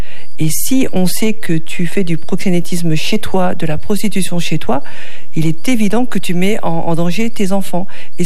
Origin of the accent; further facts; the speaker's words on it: France; sache que je suis une Française, je sais comment fonctionne la France